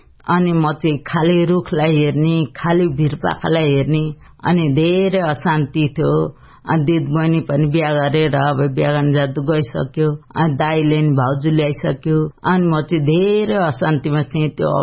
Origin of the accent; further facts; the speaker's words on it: Dolakha, Bagmati, Nepal; मैले परिचय भन्दै गर्दाखेरि मेरो घर चाहिँ दोलखा हो